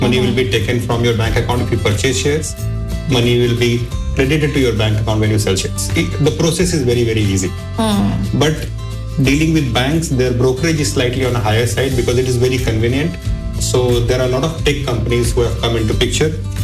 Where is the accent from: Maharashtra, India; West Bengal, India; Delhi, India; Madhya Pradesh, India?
Maharashtra, India; Mumbai; I'm from Mumbai in India.